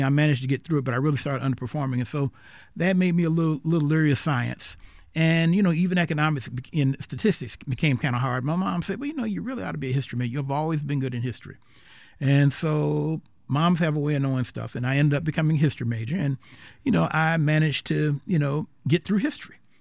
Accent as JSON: {"language": "English", "region": "South Carolina", "country": "United States", "tie": "born or raised there", "said": "So anyway, so the bottom line is I grew up in South Carolina. And it wasn't until I was an old man I realized that I actually have roots in South Carolina. Mm-hmm. But that's where I grew up."}